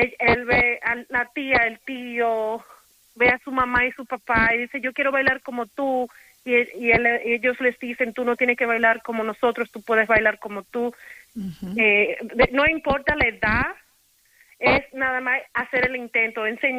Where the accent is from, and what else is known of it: Santiago de los Caballeros, Santiago, Dominican Republic; born or raised there